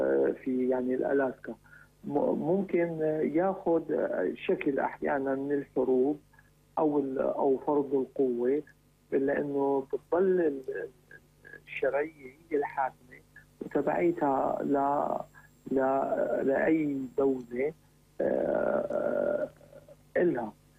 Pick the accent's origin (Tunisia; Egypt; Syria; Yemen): Syria